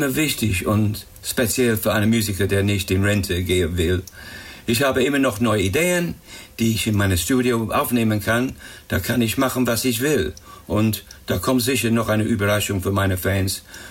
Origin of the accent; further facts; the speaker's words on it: England, United Kingdom; German is a second language; Die deutsche Sprache finde ich auch als Engländer ganz toll.